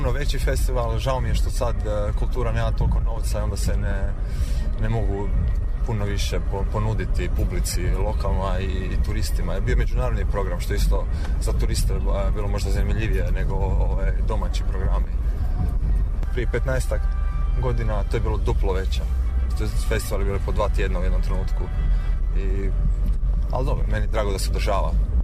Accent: Bjelovar, Bjelovar-Bilogora County, Croatia; U Bjelovaru, ja sam inače iz Bjelovara, tako sam nakon faksa se vratio nazad

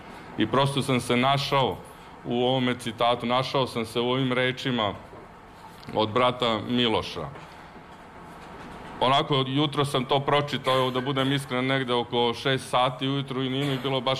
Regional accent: Dalmatia, Croatia; Kod nas u Dalmaciji već sada skoro počne da bude trava žuta.

